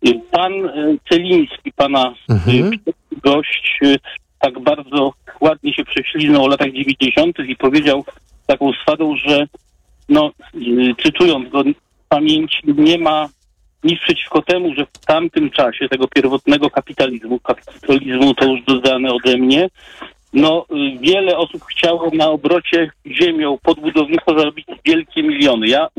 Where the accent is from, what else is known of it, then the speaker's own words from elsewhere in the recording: Wrocław, Lower Silesian Voivodeship, Poland; born there; Ja przedstawiłem się państwu jako osoba spod Wrocławia, ale jestem z urodzenia wrocławianinem, uciekłem z tej metropolii właśnie do mniejszego, do tak zwanego Warzanka